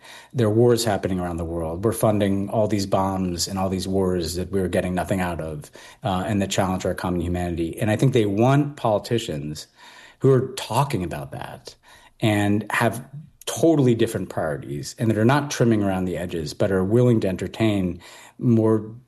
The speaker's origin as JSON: {"language": "English", "region": "New York", "country": "United States", "said": "because I'm a New Yorker."}